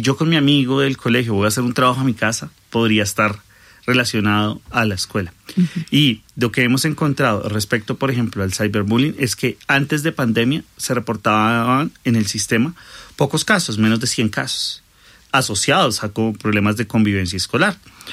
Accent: Colombia; Nosotros como colombianos normalizamos muchos hechos de violencia

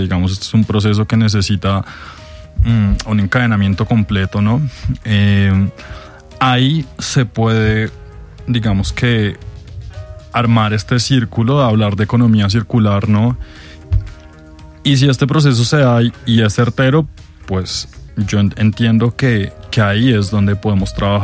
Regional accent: Chía, Cundinamarca, Colombia; nosotros somos de Chía y entonces ahí en los pueblitos uno se conoce con todo el mundo desde hace tiempo, sí.

